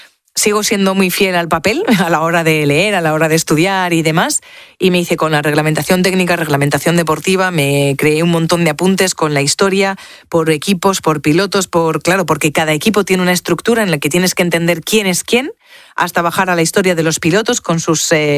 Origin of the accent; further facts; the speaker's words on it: Spain; yo soy española, no sé qué te pasa con nosotros